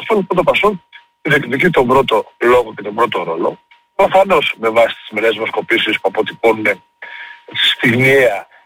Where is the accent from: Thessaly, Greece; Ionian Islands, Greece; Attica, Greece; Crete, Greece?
Crete, Greece; Karydi; born there; σε ένα καφενείο στο χωριό μου, το Καρύδι, στο Λασίφι ή στην εκλογική μου περιφέρεια στο νομό Ηλίας